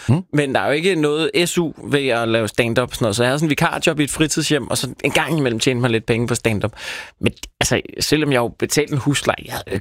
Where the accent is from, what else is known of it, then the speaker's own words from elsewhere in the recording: Copenhagen, Capital Region of Denmark, Denmark; Og jeg er jo ærke københavner, så jeg må lige tale ned for det træ der.